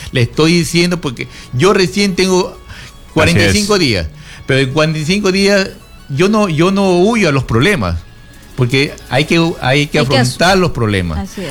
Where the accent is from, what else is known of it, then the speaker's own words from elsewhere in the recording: Machala, El Oro, Ecuador; yo también soy machaleño, yo vivo, mis padres aquí viven 65 años, yo tengo 62 años, yo soy nacido aquí en Machala, y yo soy machaleño neto